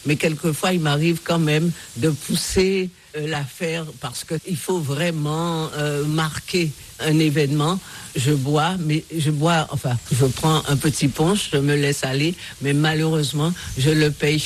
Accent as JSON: {"language": "French", "town": "Saintes", "region": "Nouvelle-Aquitaine", "country": "France", "tie": "born there", "said": "Oui, bien sûr, 3 mois, je suis né à Saintes, tout à fait par hasard."}